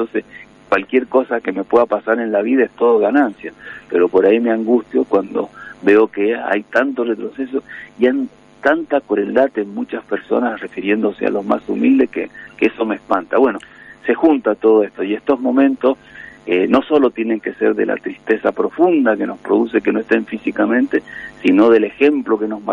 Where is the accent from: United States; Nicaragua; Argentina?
Argentina; como patria, como nación, como argentino